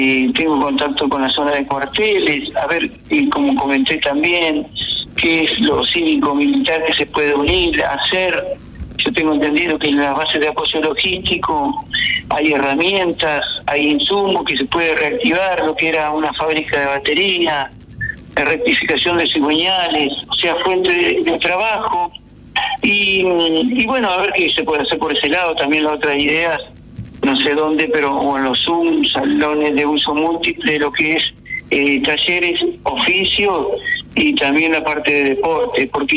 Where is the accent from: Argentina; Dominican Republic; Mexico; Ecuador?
Argentina; Paraná, Entre Ríos; yo primero que no soy político, soy un ciudadano de Paraná